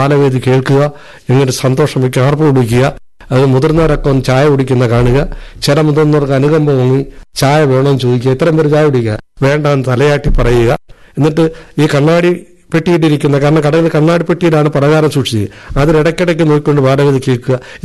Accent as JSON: {"language": "Malayalam", "region": "Kerala", "country": "India", "tie": "born or raised there", "said": "എന്റെ നാട്ടിലെ പുന്നമുക്കലെ കാർത്തികൻ മൊരാടി എന്ന് പറയുന്ന അദ്ദേഹത്തിന്റെ ചായക്കടയിൽ 6 വയസ്സിലാണ് ഞാൻ കാണുന്നത്."}